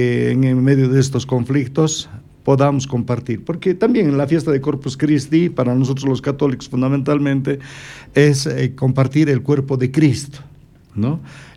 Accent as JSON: {"language": "Spanish", "country": "Bolivia"}